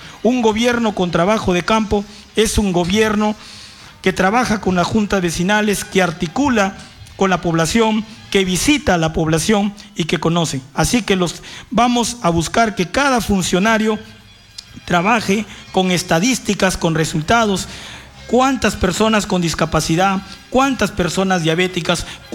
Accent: Talara, Piura, Peru; Yo soy de Mario Aguirre, Talara, y como soy de Mario Aguirre, a mí no me cuentan. Yo lo he vivido en el asentamiento humano, en la invasión Claudia Romero, hoy en Mario Aguirre

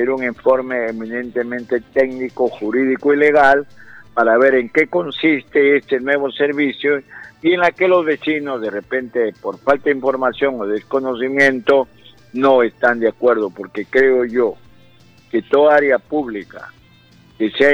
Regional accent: Monsefú, Lambayeque, Peru; como dicen en mi pueblo de Musefú, al grano.

